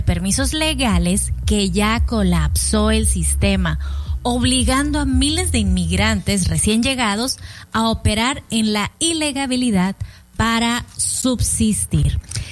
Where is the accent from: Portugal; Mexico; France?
Mexico